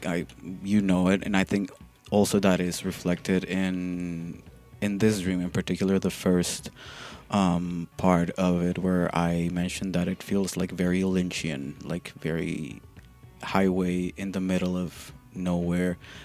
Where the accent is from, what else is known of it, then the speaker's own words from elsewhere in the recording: Mexico City, Mexico; I think it all comes from growing up in Mexico City, which is a beast of a city, and there is not much nature around